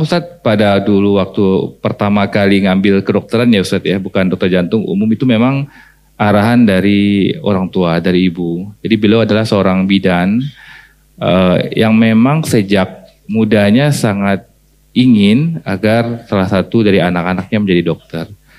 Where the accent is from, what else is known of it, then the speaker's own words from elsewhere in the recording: Padang, West Sumatra, Indonesia; moved away; Dulunya asli orang Padang, Ibu semua, di Sumatera Barat.